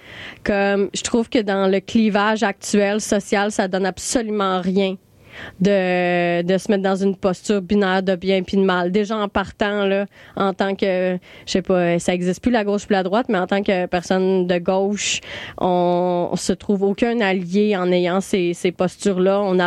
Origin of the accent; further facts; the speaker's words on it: Trois-Rivières, Quebec, Canada; born there; now in Montreal, Canada; Tu sais, moi, je suis née à Trois-Rivières, puis quand je suis arrivée à Montréal